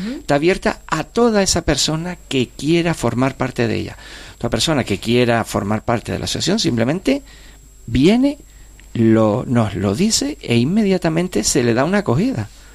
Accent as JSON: {"language": "Spanish", "town": "Santa Brígida", "region": "Canary Islands", "country": "Spain", "said": "Nosotros sí somos de aquí."}